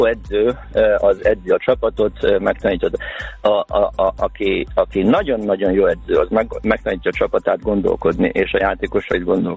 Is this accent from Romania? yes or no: yes; Odorheiu Secuiesc, Harghita, Romania; gyerekkoromban Székelyudvarhelyen